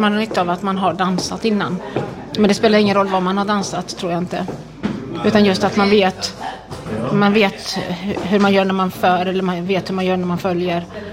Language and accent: Swedish; Västra Götaland County, Sweden; now in Malmö, Sweden; Jag är västgöte.